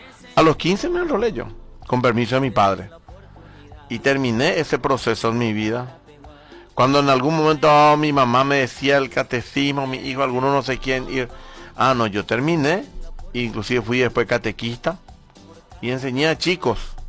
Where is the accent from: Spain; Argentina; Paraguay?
Paraguay; Yo en suelo paraguayo, siendo paraguayo